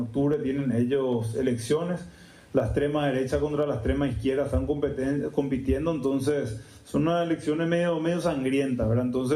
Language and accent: Spanish; Paraguay